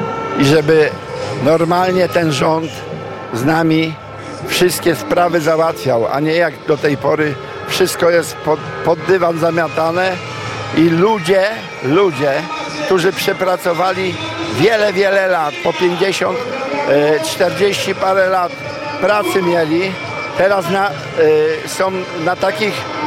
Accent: Zduńska Wola, Łódź Voivodeship, Poland; Ja ze Zduńskiej Woli przyjechałem, ale ogólnie z regionu łódzkiego.

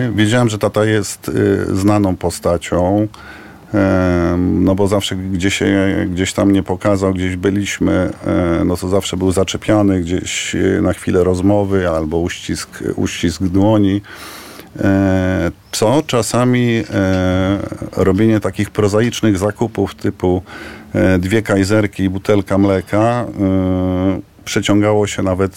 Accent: Warsaw, Masovian Voivodeship, Poland; born there; ja się urodziłem w Warszawie, tak, jestem warszawiakiem, notabene urodzony gdzie, no w Szpitalu Praskim, czyli nie ma cwaniaka nad warszawiaka

